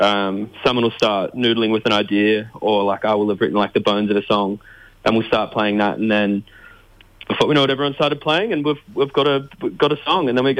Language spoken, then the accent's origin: English; Lismore, New South Wales, Australia; And I'm from Lismore